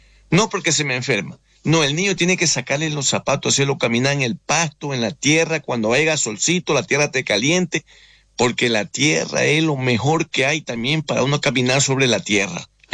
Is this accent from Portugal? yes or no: no; Ecuador; moved away; Yo como católico, como ecuatoriano, que vengo de la mitad del mundo, de esa alta montaña de la Amazonía, créanme lo que yo no nací en cuna de oro. Yo vengo de las montañas, yo me conozco lo que es el campo.